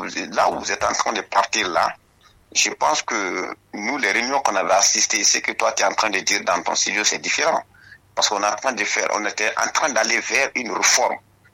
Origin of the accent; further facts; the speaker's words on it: Guinea; nous sommes Guinéens, nous vivons la réalité.